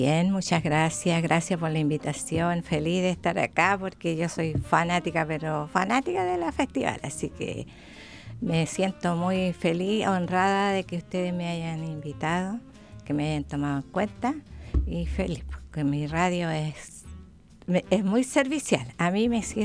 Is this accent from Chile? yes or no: yes; Valparaíso, Chile; moved away as an adult; also born or lived in Concón / Santa Julia; nosotros ahora somos de Santa Inés. Cuando antes de conocernos, él era de Esperanza, yo de Santa Inés.